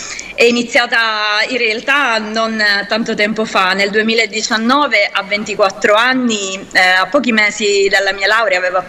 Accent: Sicily, Italy; now in Milan, Italy; io sono siciliana, abito a Milano.

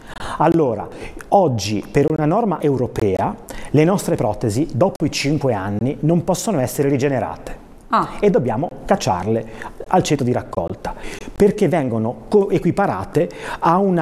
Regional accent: La Spezia, Liguria, Italy; Perché io che vengo da Spezia e sono sindaco di Riccò del Golfo di Spezia

